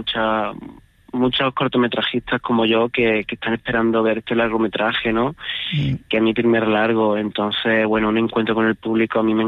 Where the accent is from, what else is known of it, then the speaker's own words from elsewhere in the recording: Lucena, Andalusia, Spain; also born or lived in Málaga; Yo soy de Lucena, de Córdoba, pero me siento muy malagueño, estudié en Málaga, además claro, que los cordobeses estamos siempre en Fuengirola.